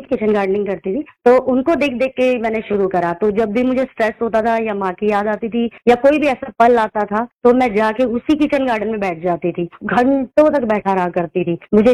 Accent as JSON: {"language": "Hindi", "region": "Uttarakhand", "country": "India", "moved": "yes", "said": "मैं पहाड़ों से हूँ, मैं बेसिकली उत्तराखंड से हूँ"}